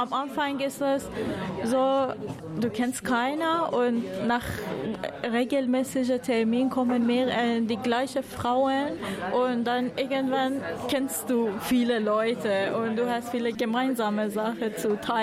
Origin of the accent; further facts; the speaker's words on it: Iran; German is a second language; now in Osnabrück, Germany; Ich komme aus dem Iran